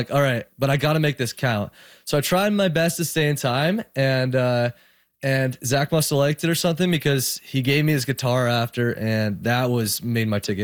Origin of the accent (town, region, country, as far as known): Ontario, Canada